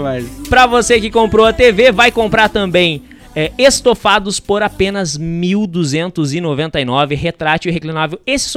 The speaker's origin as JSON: {"language": "Portuguese", "region": "Santa Catarina", "country": "Brazil", "tie": "born or raised there", "moved": "as an adult", "lives_now": "Palmeira, Brazil", "said": "Por último, eu tava na divisa com o Rio Grande do Sul, mas eu sou catarinense. Me criei em Santa Catarina"}